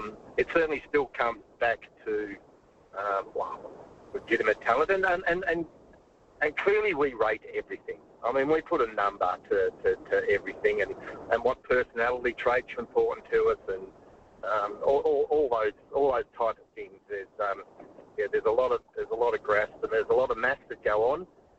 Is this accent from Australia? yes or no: yes; Lindisfarne, Tasmania, Australia; I just wanted to go back and remember, you know, growing up in Lindisfarne and footy and how it all happened.